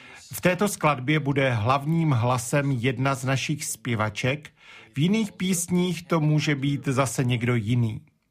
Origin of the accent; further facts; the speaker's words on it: Babina Greda, Vukovar-Srijem County, Croatia; Jako první zahrajeme píseň z vesnice Babina Greda, která leží ve východní části Chorvatska, odkud pocházíme.